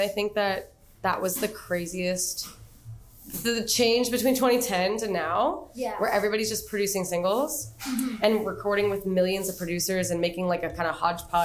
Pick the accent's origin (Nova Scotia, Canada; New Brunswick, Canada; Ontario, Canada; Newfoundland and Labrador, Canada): Nova Scotia, Canada; I grew up in Nova Scotia, but again, I grew up on like a very small place on the South Shore.